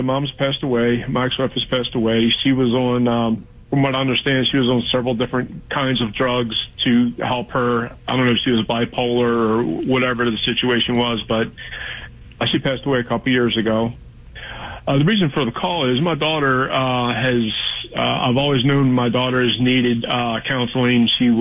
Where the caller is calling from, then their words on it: Annapolis, Maryland, United States; I live in the Annapolis area.